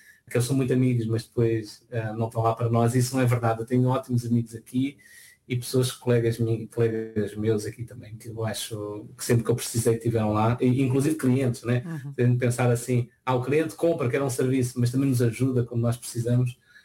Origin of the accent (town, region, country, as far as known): Odivelas, Lisbon, Portugal; now in Brazil